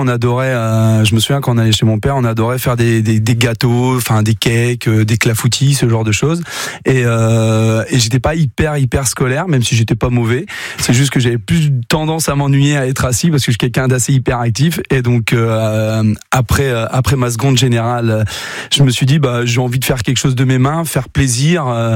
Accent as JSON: {"language": "French", "country": "France", "said": "on est français"}